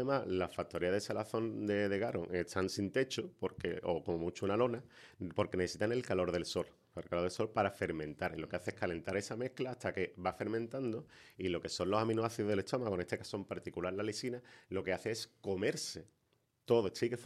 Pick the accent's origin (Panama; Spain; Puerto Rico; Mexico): Spain; Cádiz, Andalusia; que es el Garum de los federados, de los federates, que somos los gaditanos